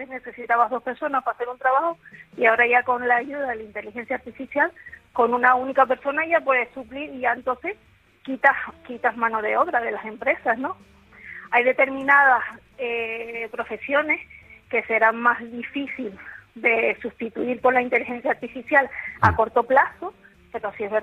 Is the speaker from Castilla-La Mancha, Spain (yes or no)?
no; Canary Islands, Spain